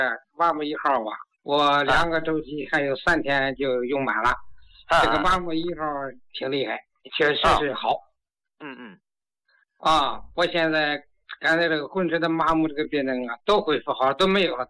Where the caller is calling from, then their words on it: Tianjin, China; 张老师，我是天津的听众，今年73了，高血压有20余年了。